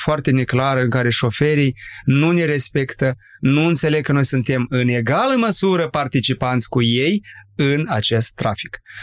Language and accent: Romanian; Condrătești, Ungheni District, Moldova; moved away; Nu departe de satul meu de Baștină, Condrăteș.